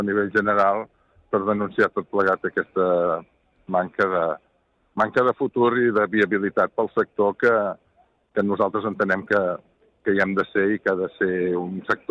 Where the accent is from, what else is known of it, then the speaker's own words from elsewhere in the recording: Catalonia, Spain; soc del Penedès i bàsicament tinc vinyes